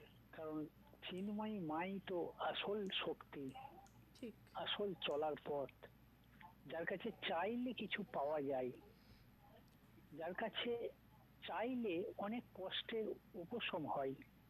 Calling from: Purba Bardhaman, West Bengal, India; আমি পশ্চিমবঙ্গ রাজ্যের পূর্ব বর্ধমান থেকে

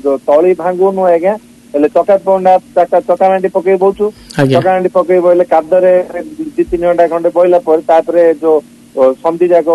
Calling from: Tinitinapalli, Odisha, India; ଆମ ଗାଁ ଆଜ୍ଞା ତିନିଟିଣାପଲ୍ଲୀ ଧରାଉଟ ବ୍ଲକରେ।

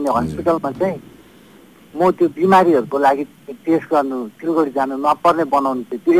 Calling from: Darjeeling, West Bengal, India; हाम्रो दार्जिलिङमै

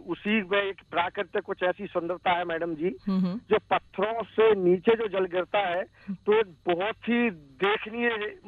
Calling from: Jabalpur, Madhya Pradesh, India; जबलपुर में, मैं भेड़ा घाट के पास में स्थित है मेरा गाँव ग्राम बगरई।

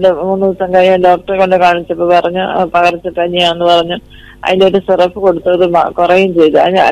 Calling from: Nedumangad, Kerala, India; നെടുമങ്ങാട്ടുനിന്നാണ്.

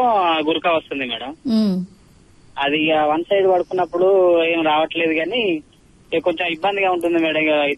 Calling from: Warangal district, Telangana, India; మాది వరంగల్ జిల్లా సంగం మండల్ వందరపల్లి గ్రామం.

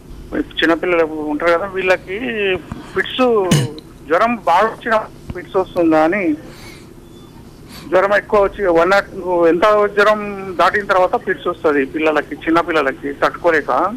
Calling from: Hyderabad, Telangana, India; నేను హైదరాబాద్ నుంచి కాల్ చేస్తున్నానండి.

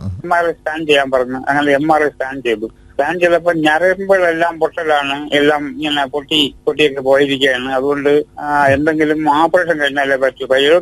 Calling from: Karnataka, India; ഞാൻ കർണാടകയിൽനിന്നാണ്

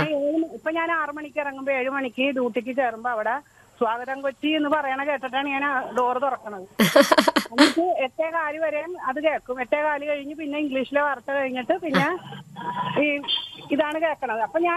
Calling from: Kochi, Kerala, India; ഞാൻ വിളിക്കണത് എന്റെ വീട് പള്ളുരുത്തിലാണ്. ഞാൻ താമസിക്കണത് പള്ളുരുത്തിൽ.

